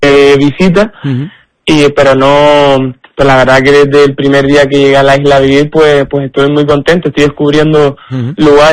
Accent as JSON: {"language": "Spanish", "town": "Las Palmas de Gran Canaria", "region": "Canary Islands", "country": "Spain", "moved": "as an adult", "lives_now": "Lanzarote, Spain", "said": "Yo soy de Tafira, que es como una zona que pertenece al Ayuntamiento de Las Palmas, al municipio uh-huh. de Las Palmas, uh-huh. pero Tafira es una zona que está muy cerca de Santa Brígida, o sea que realmente es como si mi casa estuviese entre Las Palmas, entre el municipio de Las Palmas de Gran Canaria"}